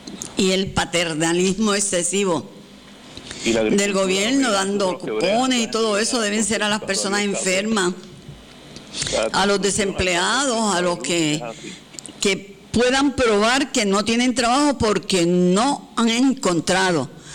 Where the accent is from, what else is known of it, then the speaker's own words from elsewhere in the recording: Puerto Rico; Nada, pero vamos a seguir juntos como buenos puertorriqueños.